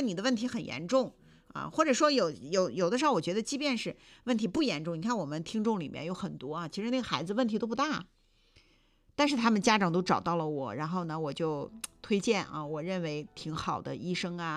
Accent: China

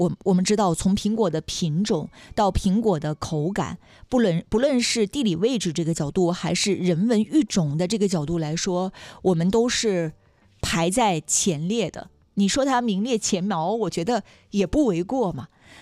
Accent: Dalian, Liaoning, China; 咱们大连人

